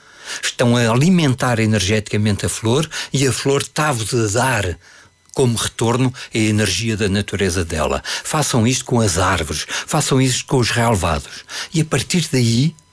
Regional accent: Lisbon, Portugal; born there; Nasci em Lisboa, filho do meio, de uma descendência de 5 filhos.

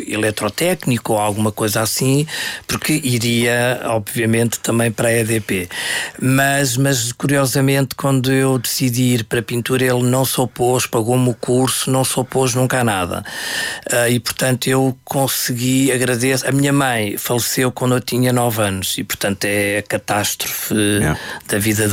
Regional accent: Anadia, Centro, Portugal; born there; Eu nasci na Anadia

